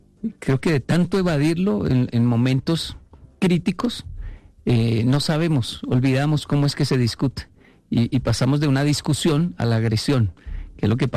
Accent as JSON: {"language": "Spanish", "country": "Colombia", "said": "me da envidia como colombiano"}